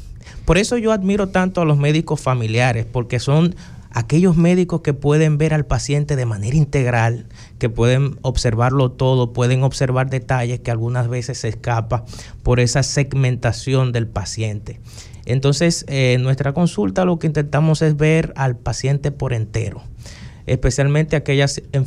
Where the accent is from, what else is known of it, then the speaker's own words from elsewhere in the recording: Dominican Republic; Yo soy egresado de la Universidad Central del Este. Soy de aquí.